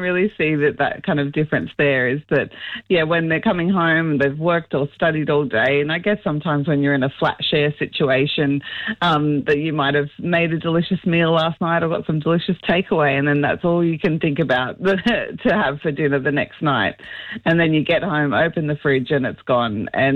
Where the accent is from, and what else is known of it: Australia